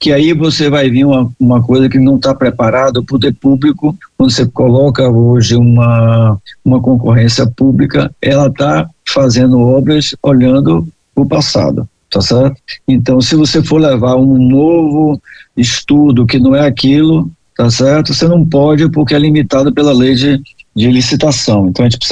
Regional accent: Bahia, Brazil

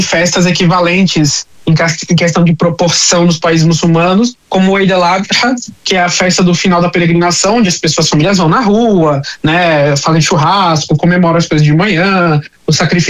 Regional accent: Northeast Region, Brazil; Eu sou um brasileiro que nasci no Nordeste, fui criado, né, boa parte da minha vida no Nordeste. Eu já via isso na minha infância.

